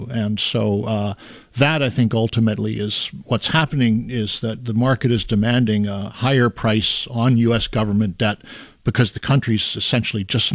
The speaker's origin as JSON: {"language": "English", "country": "Canada", "said": "I'm from Canada"}